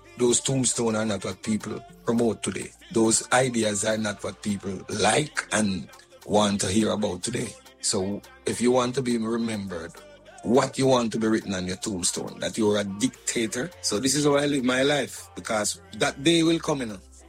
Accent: Jamaica; as Jamaican

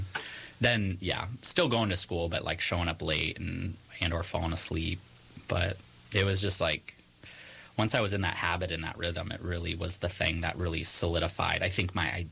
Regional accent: San Diego, California, United States; now in Santa Barbara, United States; because I'm originally from San Diego.

